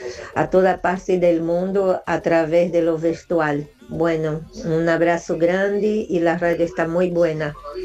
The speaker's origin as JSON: {"language": "Spanish", "town": "Recife", "region": "Pernambuco", "country": "Brazil", "second_language": "Spanish", "moved": "yes", "lives_now": "Buenos Aires, Argentina", "said": "desde que llegué acá de Brasil en el año 90. Ya manejaba un poco y después mejoró tanto que pude tener contacto visual con mi familia desde Buenos Aires a Recife."}